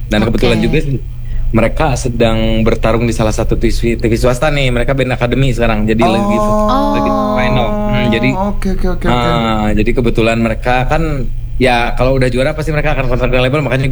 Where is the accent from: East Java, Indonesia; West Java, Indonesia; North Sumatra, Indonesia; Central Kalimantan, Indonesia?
West Java, Indonesia; Bandung; Kita dari Bandung.